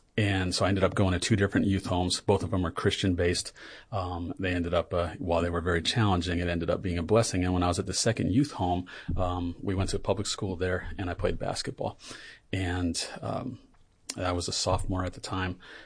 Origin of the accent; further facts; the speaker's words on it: New York, United States; I never had a dad growing up in New York.